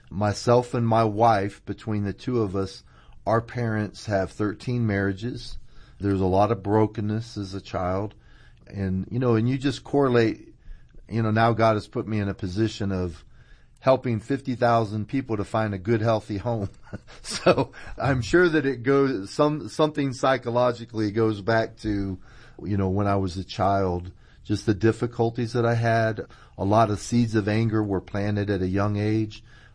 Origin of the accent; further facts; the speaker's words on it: Tampa, Florida, United States; I was raised in Tampa.